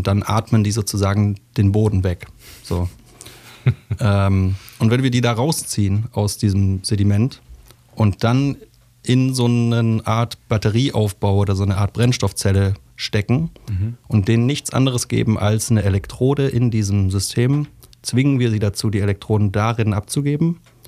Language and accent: German; Baden-Württemberg, Germany; ich bin in Oberschwaben aufgewachsen. Meine Mama und meine Oma haben mich großgezogen.